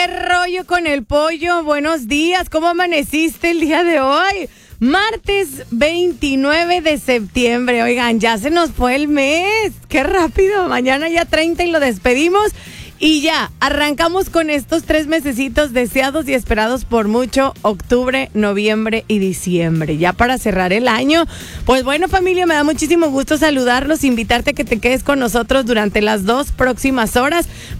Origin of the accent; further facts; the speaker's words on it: Mexico; los mexicanos